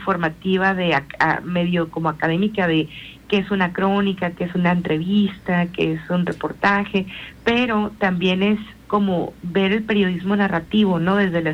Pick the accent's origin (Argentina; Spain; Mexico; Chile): Mexico; Ciudad Obregón, Sonora; moved away as an adult; now in Houston, United States; yo soy de Ciudad Obregón, Sonora, pero tengo viviendo en Texas desde el 2019.